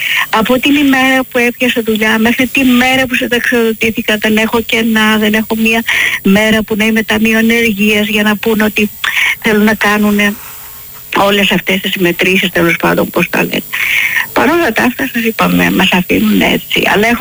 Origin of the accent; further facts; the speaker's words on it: Argyroupoli, Attica, Greece; Το πατρικό μου είναι στην Αργυρούπολη. Βέβαια η Αργυρούπολη, επειδή έχω ζήσει από παιδάκια και όταν ήταν χωράφια ακόμη.